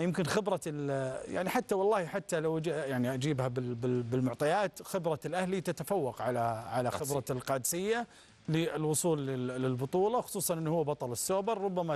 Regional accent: Saudi Arabia; إحنا كسعوديين

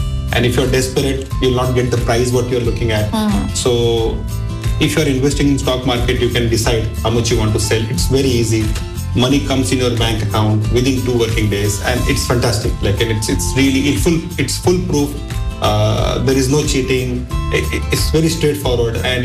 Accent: Mumbai, Maharashtra, India; I'm from Mumbai in India.

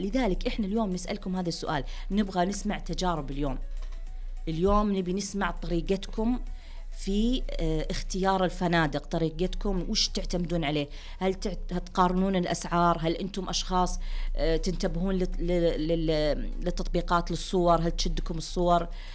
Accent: Saudi Arabia; هذا إحنا عندنا في السعودية

